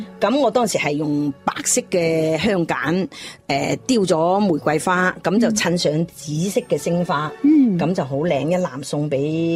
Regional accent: Guangzhou, Guangdong, China; 我哋广州人好多即系唔系广州人都好啦

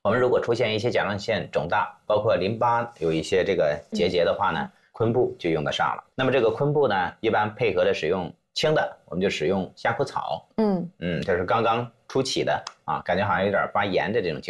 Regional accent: China; 现在我们中国人呢，管这个叫海带了啊。

